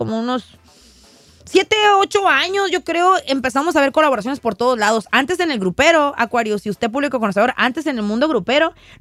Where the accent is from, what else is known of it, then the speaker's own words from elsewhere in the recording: Mexico; 154 centímetros y como yo, pues soy mexicana, no sé cuántos en pies, pues.